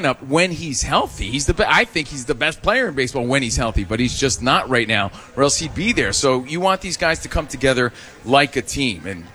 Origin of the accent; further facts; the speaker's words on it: New Jersey, United States; Because I'm from Jersey, Rich is from New York.